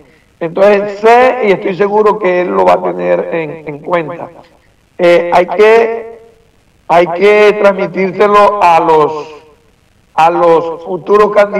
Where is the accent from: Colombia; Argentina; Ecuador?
Colombia; San Juan del Cesar, La Guajira; born there; mi pueblo sanjuanero